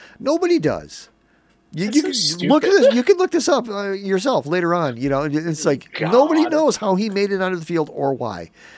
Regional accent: Binghamton, New York, United States; I said, I come up from Binghamton.

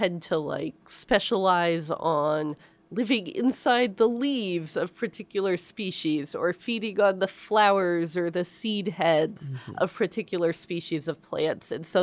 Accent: St. Louis, Missouri, United States; moved away as an adult; also born or lived in Costa Rica; I grew up around St. Louis

